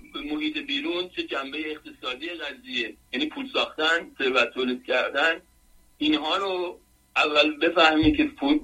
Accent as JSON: {"language": "Persian", "country": "Iran", "moved": "yes", "said": "ما فرض بکن 15 سال پیش از ایران اومدیم بیرون"}